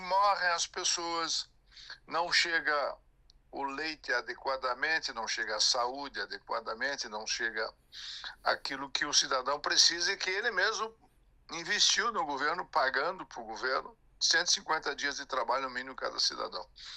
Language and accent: Portuguese; Rio Grande do Sul, Brazil; Eles tiveram nas missões lá na região das missões, de onde que eu venho, lá da região de Santo Ângelo, São Borja, terra do Getúlio Vargas, né, na fronteira com a Argentina, com o Uruguai.